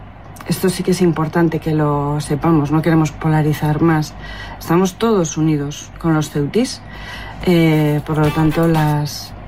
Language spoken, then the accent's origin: Spanish; Spain; Somos todos españoles